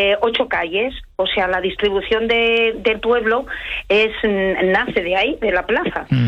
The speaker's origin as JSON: {"language": "Spanish", "town": "Piedrahíta", "region": "Castile and León", "country": "Spain", "tie": "born or raised there", "said": "De Piedrahíta, de la provincia de Ávila."}